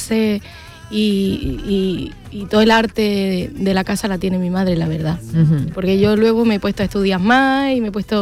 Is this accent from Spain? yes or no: yes; Puerto Lumbrera, Region of Murcia, Spain; familia de mi madre es andaluza, pero bueno, ella ya se casó, se fue muy jovencita a Puerto Lumbrera, mi pueblo, y aprendió sola